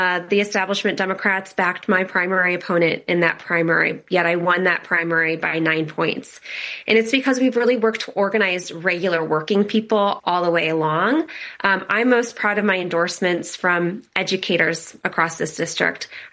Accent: Eau Claire, Wisconsin, United States; my hometown of Eau Claire

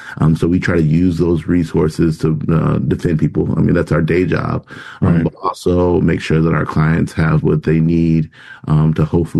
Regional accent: Chicago, Illinois, United States; I was born in South Shore and raised in West Plumman and currently reside in Morgan Park.

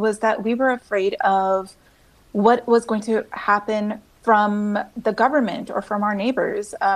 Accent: United States

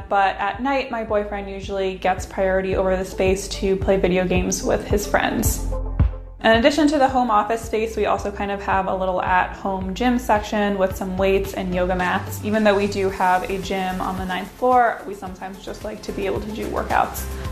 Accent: New Jersey, United States; So we decided to stay in Jersey City. And also, I'm from New Jersey originally, so it's nice for me to be close to home as well.

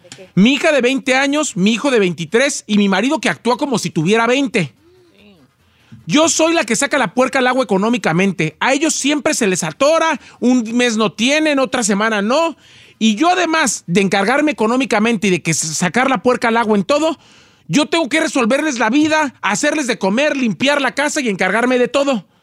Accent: Romita, Guanajuato, Mexico; En julio voy a mi pueblo Romita, Guanajuato por 10 días.

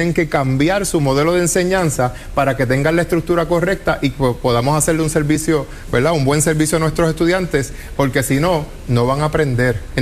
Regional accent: Puerto Rico; como puertorriqueños y como Puerto Rico entero.

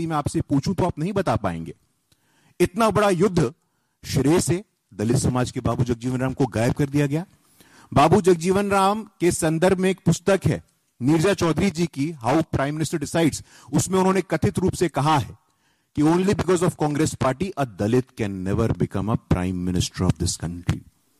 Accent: Bihar, India; मैं बिहार का रहने वाला हूं

